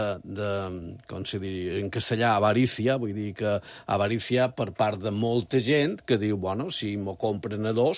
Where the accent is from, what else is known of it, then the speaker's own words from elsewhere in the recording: Balearic Islands, Spain; Jo som d'Escapens, que Mallorca...